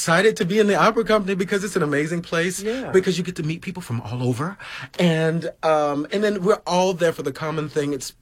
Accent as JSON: {"language": "English", "region": "Georgia", "country": "United States", "said": "Okay, so I'm from Georgia. I had always been a musician."}